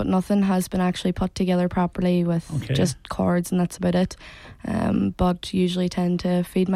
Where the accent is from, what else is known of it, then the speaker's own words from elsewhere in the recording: Letterkenny, County Donegal, Ireland; Grew up in the town